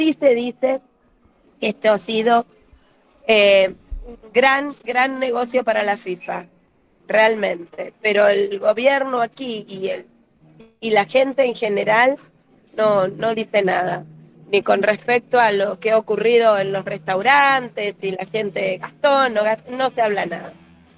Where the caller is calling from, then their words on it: Argentina; Pero no hay como Argentina, yo los extraño.